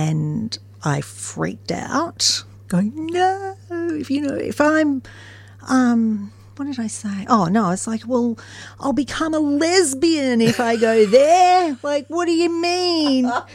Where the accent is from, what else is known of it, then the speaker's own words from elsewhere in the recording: Newcastle, New South Wales, Australia; also born or lived in Sydney; Yeah, in Newcastle, New South Wales. I was born in Sydney and always knew that I was adopted from when I can remember.